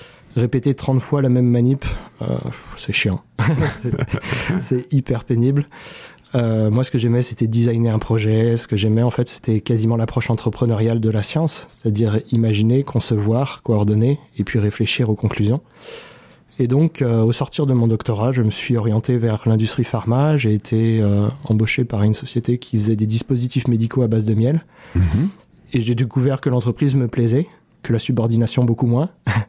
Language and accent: French; Les Sables-d'Olonne, Pays de la Loire, France; born there; Je suis né au Sable d'Olonne. J'ai passé pas mal de temps en Loire-Atlantique. Et je suis arrivé au lycée ici et j'ai eu du mal à en partir.